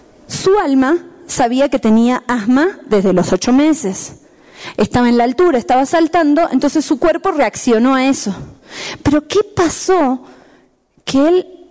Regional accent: La Paz, Bolivia; born there; Por más que nací en La Paz, llego de vuelta de un viaje y mi cuerpo se tiene que volver a adaptar

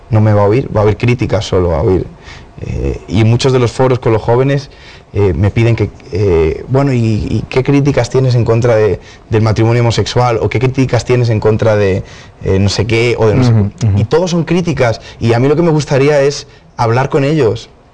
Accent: Spain; Y por ejemplo, en España lo que sucede es que la gente no te cree las palabras. Somos muy razonadores

